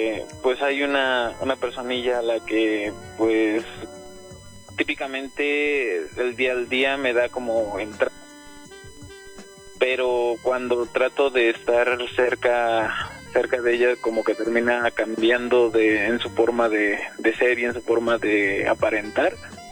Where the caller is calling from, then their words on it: Mexico City, Mexico; De acá, de la Ciudad de México.